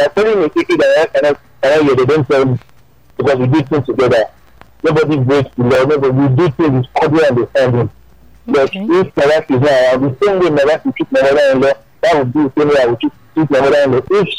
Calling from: Nigeria; I'm calling from Nigeria.

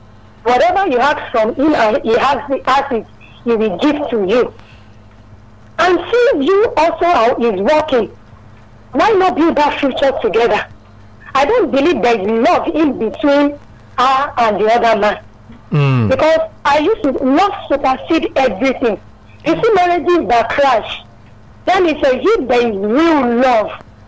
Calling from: Ikeja, Lagos, Nigeria; I'm calling from Ikeja.

